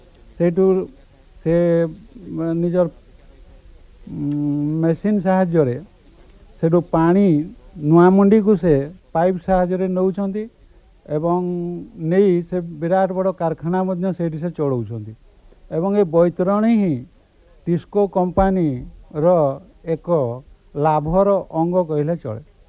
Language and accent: Odia; Nayakrishnapur, Odisha, India; ଆମ ଗାଁ ହେଉଛି ନୟାକୃଷ୍ଣପୁର, ଯେଉଁଟା ବିହାର ବର୍ଡ଼ର